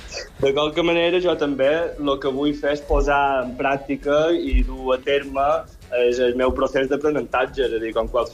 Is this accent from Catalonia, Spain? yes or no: no; Montuïri, Balearic Islands, Spain; Així com jo som de Montuïri